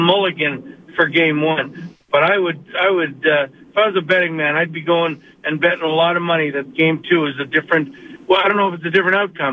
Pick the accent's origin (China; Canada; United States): Canada; Toronto, Ontario; I was Toronto